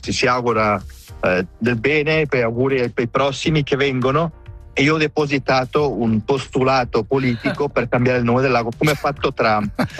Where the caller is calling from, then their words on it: Le Prese, Graubünden, Switzerland; io sono di Le Prese